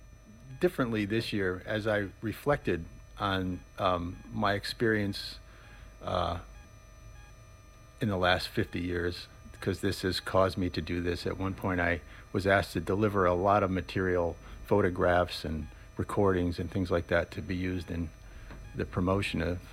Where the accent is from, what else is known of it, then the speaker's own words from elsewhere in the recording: New Haven, Connecticut, United States; moved away as an adult; also born or lived in Boston; most of the time I haven't lived in New York, only a little bit in the 80s. I lived in, like I said, I grew up in New Haven. I lived in Boston for a long time